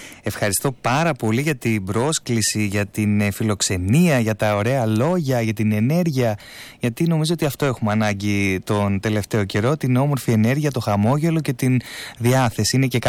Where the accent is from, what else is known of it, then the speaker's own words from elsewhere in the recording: Thessaloniki, Central Macedonia, Greece; επειδή είμαι και από την Θεσσαλονίκη